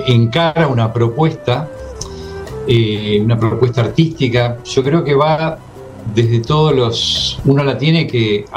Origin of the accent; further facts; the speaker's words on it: Viedma, Río Negro, Argentina; moved away; also born or lived in Bariloche / La Plata; yo me crié en la Patagonia, en la ciudad de Viedma, viví años en Bariloche.